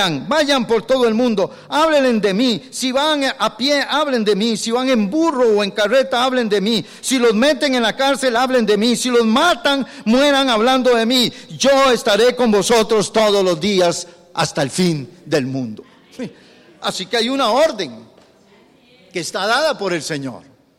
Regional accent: Costa Rica; Y nosotros, como costarricenses, a veces no conocemos nada de ejército, ni de comandantes, ni de órdenes.

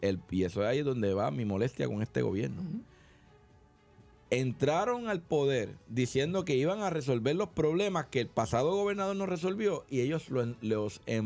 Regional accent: Puerto Rico; yo no soy el único puertorriqueño que gasto.

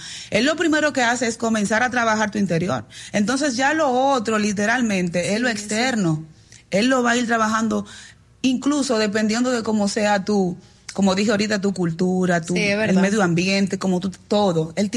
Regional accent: Dominican Republic; Soy dominicana.

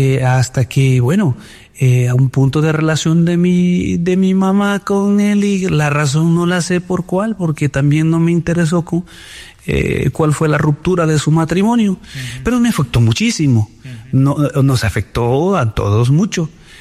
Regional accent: El Salvador; Yo nací en El Salvador, en una familia muy, muy fuerte

